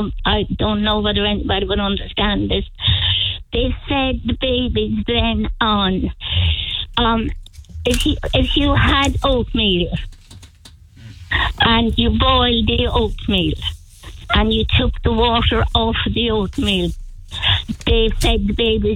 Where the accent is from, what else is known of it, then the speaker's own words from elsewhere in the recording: Kinsale, Munster, Ireland; moved away; Born and raised in Kinsale, yes. I don't live there now, but born and raised in Kinsale.